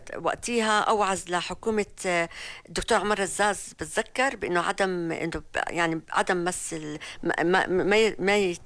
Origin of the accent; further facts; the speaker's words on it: Jordan; عندنا في الأردن